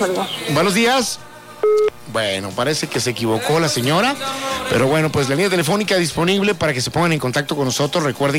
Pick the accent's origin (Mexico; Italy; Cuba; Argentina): Mexico; Fíjate que sí tengo, soy mexicano.